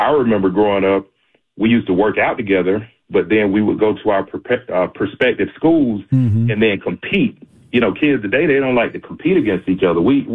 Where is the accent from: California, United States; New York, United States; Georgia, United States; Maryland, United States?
Georgia, United States; also born or lived in Dunwoody, Georgia; We came from the South Side up to the North Side.